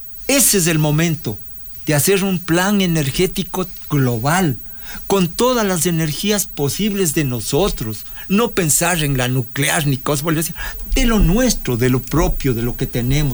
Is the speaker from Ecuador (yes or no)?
yes; Ecuador; Yo como ecuatoriano, después de 50 años de estar mirando la industria